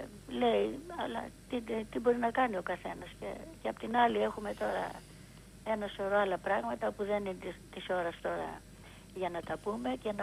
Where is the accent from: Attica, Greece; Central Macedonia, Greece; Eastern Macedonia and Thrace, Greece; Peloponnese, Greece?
Eastern Macedonia and Thrace, Greece; Kavala; εγώ είμαι από την Καβάλα. Και πολλές φορές πηγαίναμε στην Καβάλα και είχα πάρα πολλούς συγγενείς.